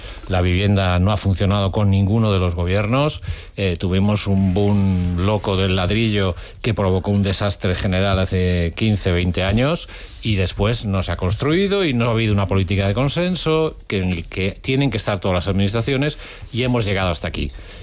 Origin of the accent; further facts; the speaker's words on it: Vigo, Galicia, Spain; soy de Vigo.